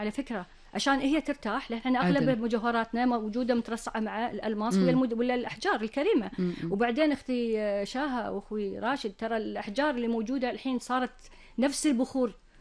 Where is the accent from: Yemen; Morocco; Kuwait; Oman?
Kuwait; احنا شنو عندنا بالكويت؟